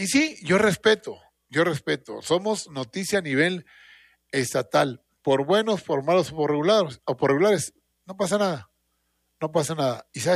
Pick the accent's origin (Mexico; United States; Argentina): Mexico; Delicias, Chihuahua; somos los de Delicias